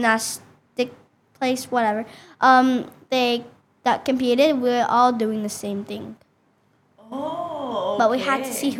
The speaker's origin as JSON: {"language": "English", "town": "Liverpool", "region": "North West England", "country": "United Kingdom", "also_born_or_lived": "Widnes", "moved": "yes", "said": "I'm from Liverpool and Widnes."}